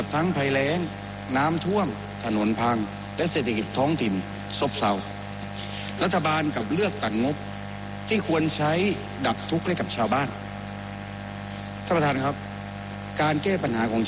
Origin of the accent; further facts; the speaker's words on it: Songkhla, Thailand; ผมขอกลับมาที่บ้านเกิดของผมจังหวัดสงขลาจังหวัดสงขลาคือประตูเศรษฐกิจและพื้นที่ยุทธศาสตร์สำคัญของภาคใต้